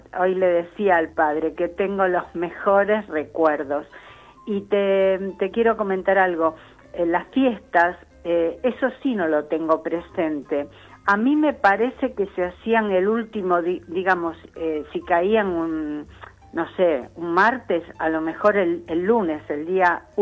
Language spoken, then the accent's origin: Spanish; Lanús, Buenos Aires Province, Argentina; Pero yo me crié en Lanús.